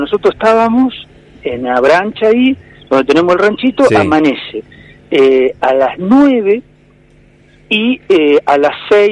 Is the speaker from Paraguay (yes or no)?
no; Argentina; nosotros somos los argentinos del clima fácil